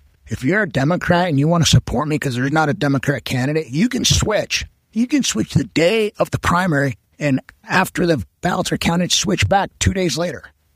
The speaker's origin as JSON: {"language": "English", "region": "Colorado", "country": "United States", "tie": "born or raised there", "said": "I grew up in the Roaring Fork Valley on the Crystal River Ranch. How much more here can you get?"}